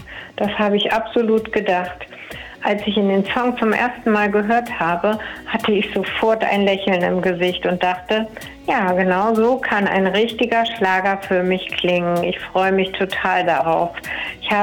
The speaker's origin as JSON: {"language": "German", "region": "Harz", "country": "Germany", "said": "Ich fahre auch gerne in den Harz und genieße einfach dort die Zeit, da wo ich herkomme, denn meine Wurzeln sind ja dort und die Heimat lockt einen natürlich immer wieder zurück."}